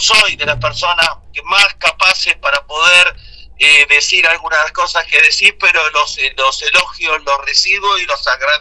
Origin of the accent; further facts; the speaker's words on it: Argentina; moved away as an adult; also born or lived in Mendoza, Argentina; now in Israel; nunca dejo de ser argentino, ni nunca dejo de emocionarme ni de extrañar la patria, la chica, la más chica, la familia, el idioma. Uno nunca deja eso, lo llevas toda la vida con vos, y yo voy a morir siendo argentino.